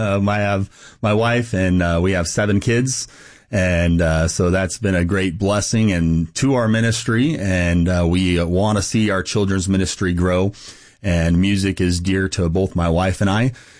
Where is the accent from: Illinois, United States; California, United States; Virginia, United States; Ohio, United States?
California, United States; Clovis; And so I grew up in Central Baptist Church there in Clovis, California.